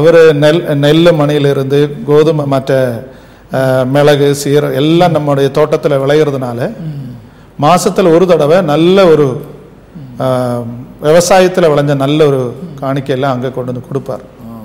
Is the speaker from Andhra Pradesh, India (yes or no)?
no; Gudalur, Tamil Nadu, India; born or raised there; also born or lived in Avadi, Tamil Nadu